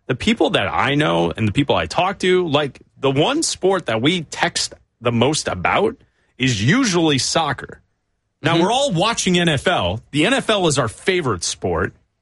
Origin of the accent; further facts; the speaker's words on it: Chicago, Illinois, United States; Like, you and I grew up in the Jordan era in Chicago.